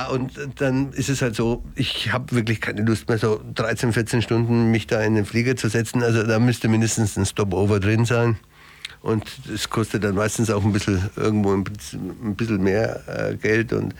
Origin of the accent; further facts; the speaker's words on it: Italy; Als Italiener